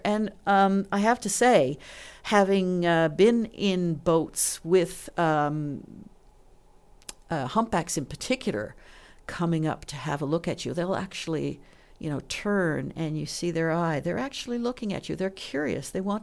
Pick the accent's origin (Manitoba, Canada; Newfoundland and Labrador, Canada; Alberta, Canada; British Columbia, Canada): Newfoundland and Labrador, Canada; me being a Newfoundlander